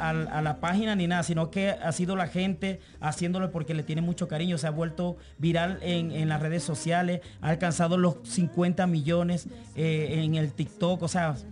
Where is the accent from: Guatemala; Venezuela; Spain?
Venezuela; yo como venezolano, que sé cómo es el mercado allá